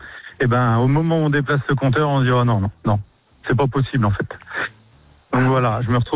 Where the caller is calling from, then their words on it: Orléans, Centre-Val de Loire, France; Alors moi, je suis sur Orléans.